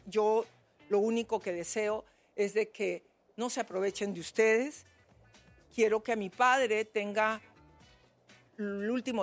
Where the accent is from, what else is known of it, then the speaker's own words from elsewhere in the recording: Peru; Yo le deseo como madre como hija, como peruana, los mejores de los éxitos.